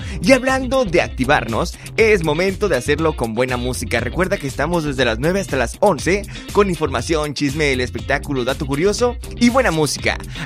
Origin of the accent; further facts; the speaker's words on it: Sonora, Mexico; Pero eso, como buenos sonorenses, ya nos debe tener bien curtidos.